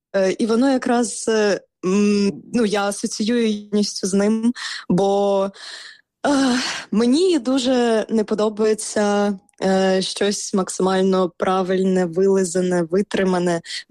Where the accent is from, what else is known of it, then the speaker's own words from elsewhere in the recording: Crimea, Ukraine; now in Western Ukraine; І третій я написала «Я з Криму». У 14-му я переїхала на захід України.